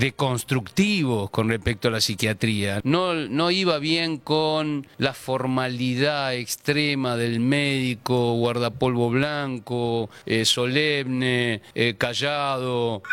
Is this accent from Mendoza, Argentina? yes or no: no; Buenos Aires, Argentina; Me crié en Constitución, logré terminar la secundaria en el Nacional Buenos Aires